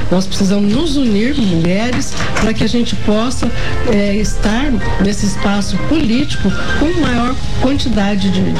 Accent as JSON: {"language": "Portuguese", "region": "São Paulo", "country": "Brazil", "tie": "born there", "moved": "as an adult", "lives_now": "Mato Grosso do Sul, Brazil", "said": "a sociedade que me acolheu há 45 anos, né, aqui em Mato Grosso do Sul. Sou paulista de nascimento, mas vim para cá casada, já formada, e aqui constitui minha família."}